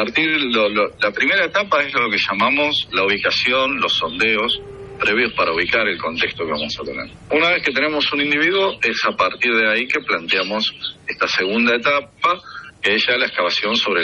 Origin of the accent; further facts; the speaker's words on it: Rosario, Santa Fe, Argentina; Yo soy de Rosario, de la Universidad Nacional de Rosario, del equipo argentino de antropología forense.